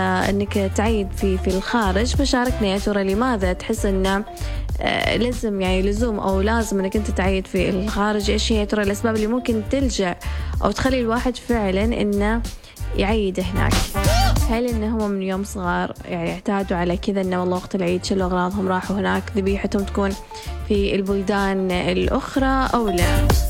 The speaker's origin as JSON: {"language": "Arabic", "country": "Oman"}